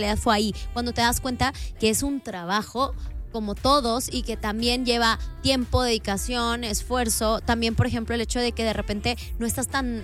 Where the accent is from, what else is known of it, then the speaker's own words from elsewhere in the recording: Guadalajara, Jalisco, Mexico; yo soy de Guadalajara.